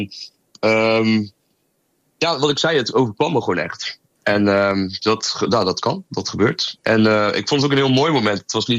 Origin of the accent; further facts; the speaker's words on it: Rotterdam, South Holland, Netherlands; also born or lived in Ridderkerk; Ja, ik kom uit Rotterdam. Ik ben geboren in Ridderkerk. En ik in mijn vast leven ben ik eigenlijk altijd in Rotterdam geweest, opgegroeid.